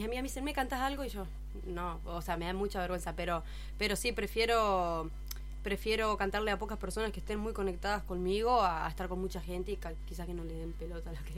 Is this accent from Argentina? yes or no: yes; Hernandarias, Entre Ríos, Argentina; Festival del Yeso allá de mi pueblo, del Minero, perdón, de mi pueblo. Bueno, el festival del Yeso de allá de Hernandarias